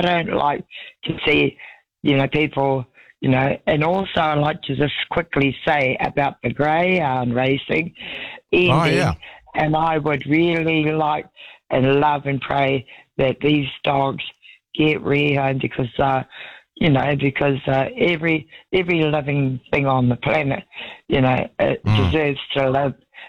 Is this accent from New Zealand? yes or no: yes; Gisborne, New Zealand; also born or lived in East Coast; now in Lower Hutt, New Zealand; when I was a young child growing up in Gisborne, we moved from the coast